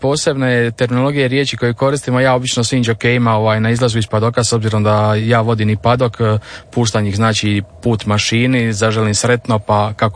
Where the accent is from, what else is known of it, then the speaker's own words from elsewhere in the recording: Split, Split-Dalmatia County, Croatia; ja sam inače iz Splita